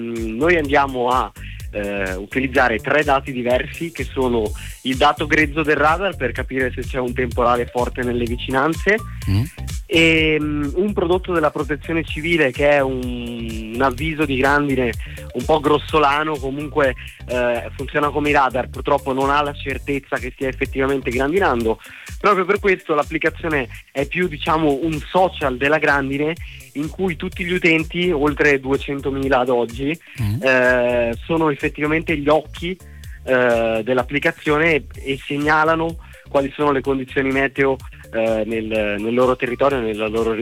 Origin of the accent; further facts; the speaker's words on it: Veneto, Italy; Io sono del Padovano